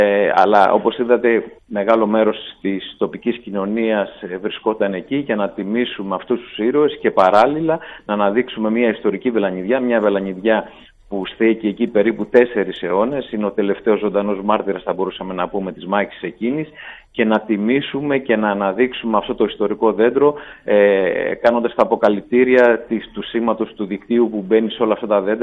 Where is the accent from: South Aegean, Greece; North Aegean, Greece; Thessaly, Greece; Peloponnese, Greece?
Peloponnese, Greece; Κατάγομαι και από τη Μεσσηνία, γνώριζα περισσότερο τον τόπο εκεί.